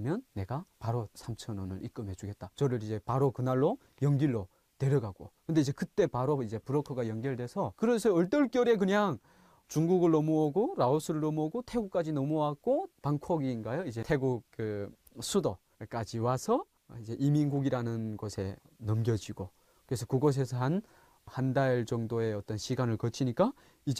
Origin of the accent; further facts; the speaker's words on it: North Korea; moved away; 제 몰골을 봤을 때뭐 이미 알고 있는 거예요. 북한에서 왔을 거라는.